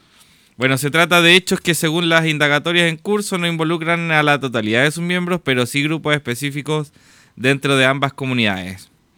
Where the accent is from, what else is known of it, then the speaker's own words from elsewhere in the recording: Chile; somos todos chilenos.